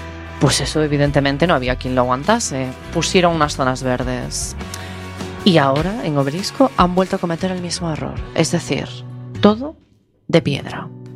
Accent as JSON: {"language": "Spanish", "country": "Spain", "said": "hay muchas cosas de las que hay que estar muy orgulloso como español"}